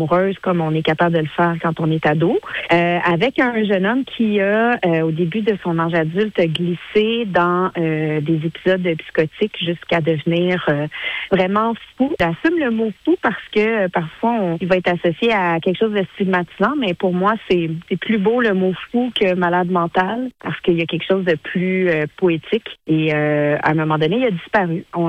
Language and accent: French; Granby, Quebec, Canada; Et j'étais allée le voir au Palace à Granby parce que je viens de Granby.